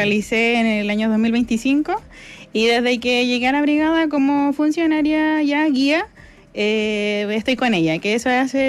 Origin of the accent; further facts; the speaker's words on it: Talcahuano, Biobío, Chile; moved away as an adult; now in Santiago, Chile; Sí, yo soy oriunda de Talcahuano.